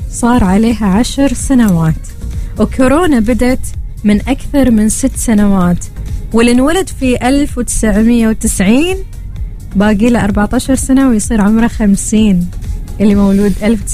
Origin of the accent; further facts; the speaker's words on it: Oman; إحنا كعمانيين سنة 2020 من السنوات اللي ما راح ننساها